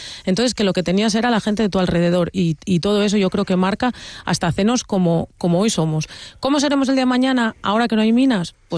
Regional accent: Asturias, Spain; tú piensas que yo soy de un pueblo en el que lo más normal del mi pueblo, del mi barrio, y es que tengas un güelu de fuera, que sea andaluz, extremeño, gallego, portugués, porque nosotros, a mí siempre me gusta decir que los cuencas mineres somos crisol de razas

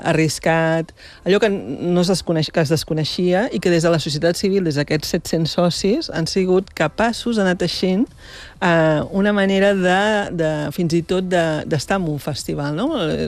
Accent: Barcelona, Catalonia, Spain; now in Empordà, Spain; jo sóc de Barcelona, visc a l'Empordà, des de que sóc director del festival

